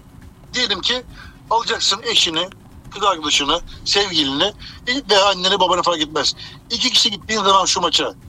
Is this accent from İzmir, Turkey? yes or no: yes; İzmir, Turkey; Ben kendim biliyorum. İzmirliyim.